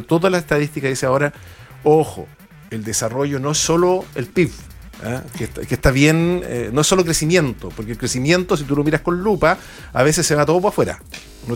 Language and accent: Spanish; Chile